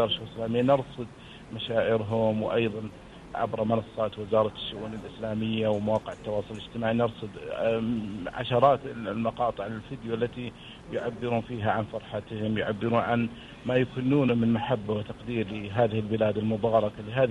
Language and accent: Arabic; Saudi Arabia; الذي نفخة حقيقة نحن كمواطنين سعوديين.